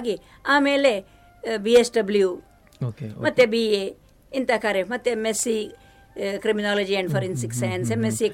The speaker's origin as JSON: {"language": "Kannada", "region": "Karnataka", "country": "India", "tie": "born or raised there", "also_born_or_lived": "Karkala / Mangaluru", "said": "ನಾವು ನಮ್ಮ ಊರಿನಲ್ಲೇ ಬಹಳ ಚೆನ್ನಾಗಿ ಸರ್ವೋದಯ ಹೈಸ್ಕೂಲ್ ಸುಳ್ಯಪ್ಪದವು ಅಂತ ಹೇಳಿ ಪುತ್ತೂರು ತಾಲೂಕಿನಲ್ಲಿ ಬರ್ತದೆ, ಅಲ್ಲಿ SSLCವರೆಗೆ"}